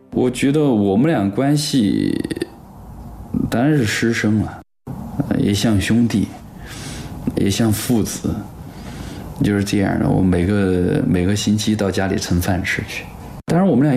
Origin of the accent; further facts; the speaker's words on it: Sichuan, China; accent: Sichuanese; first language Sichuanese; Chinese is a second language; moved away as an adult; 因为那个四川，我们四川话没有卷舌的